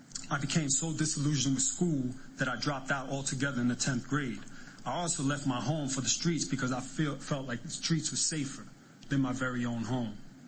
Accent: New York City, New York, United States; born or raised there; also born or lived in Santurce, Puerto Rico

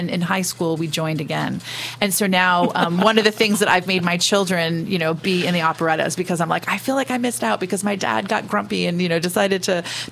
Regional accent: Flint, Michigan, United States; also born or lived in Benzie County, Michigan; now in London, United Kingdom; So I'm from Michigan originally. I grew up in Flint, but spent every summer of my life here in Benzie County. I'm a journalist. I'm based in London in the UK now.

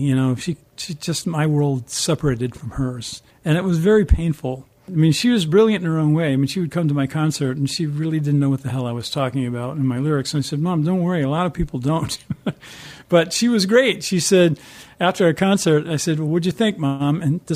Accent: Richmond, Virginia, United States; where I grew up in South Richmond, not the most shining of places. And so, I mean, I grew up down the Jefferson Davis Highway.

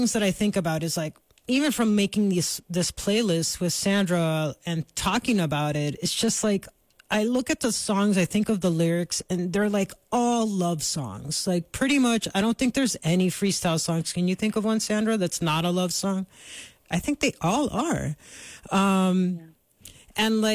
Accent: Miami, Florida, United States; we grew up in Miami

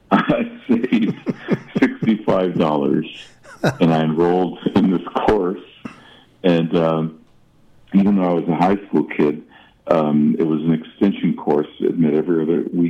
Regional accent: Los Angeles, California, United States; So I'm from Los Angeles. I'm born and raised here, and grew up in the beach town Venice, I graduated from Venice High School

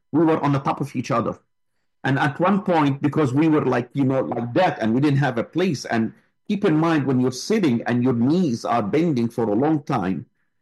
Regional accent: United States; I said, I'm from the US.

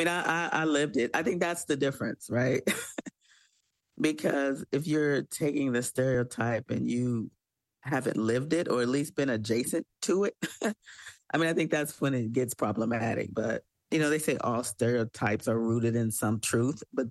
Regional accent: Detroit, Michigan, United States; now in Los Angeles, United States; I chose LA because I grew up in Detroit and I didn't want to go back to the cold.

